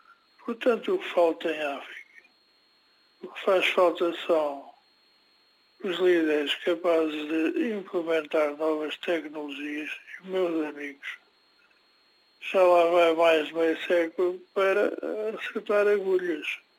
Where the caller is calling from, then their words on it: Portugal; eu não sou africano, mas tenho a África no coração. Se não fosse português, gostaria de ser moçambicano.